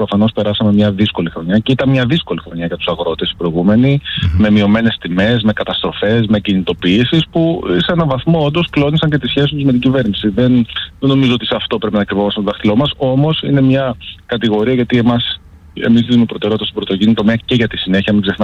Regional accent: Kalavryta, Western Greece, Greece; Την Αχαΐα την αγαπώ, η καταγωγή μου είναι από τα Καλάβρητα.

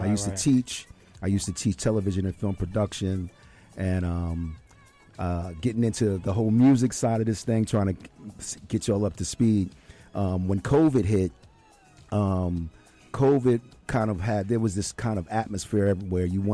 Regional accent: New York City, New York, United States; I'm actually from New York City. I was born in the Bronx, Bronx River Projects, 174th Street.

